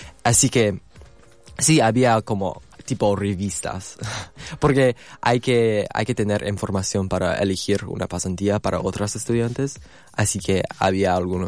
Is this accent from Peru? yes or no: no; China; Spanish is a second language; now in Argentina; También, la verdad, como persona chino, tengo amigos en Estados Unidos